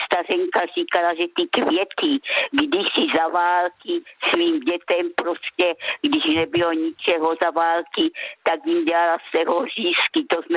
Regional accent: Rohatec, South Moravian Region, Czechia; born there; Narodila jsem se v Rohací u Hodonína a tam jsem měla babičku, té se říkalo stařenka a stařeček

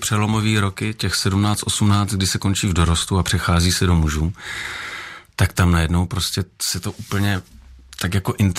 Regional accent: Brno, South Moravian Region, Czechia; Narodil jsem se v Brně

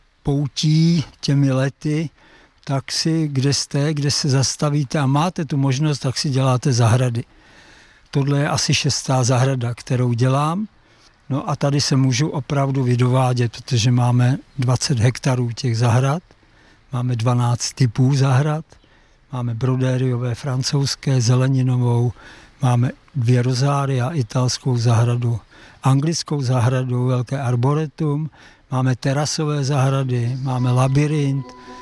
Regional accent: Liberec, Liberec Region, Czechia; born or raised there

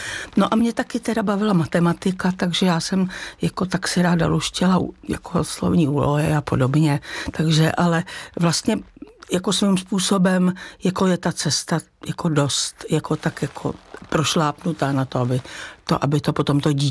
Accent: Rakovník, Central Bohemian Region, Czechia; vyrůstala jsem vlastně částečně u babičky v Rakovníku

